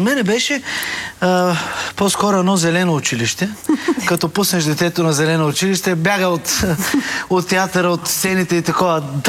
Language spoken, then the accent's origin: Bulgarian; Varna, Varna Province, Bulgaria; Тя там сега си живее баба ми. Аз съм от Варна, нали?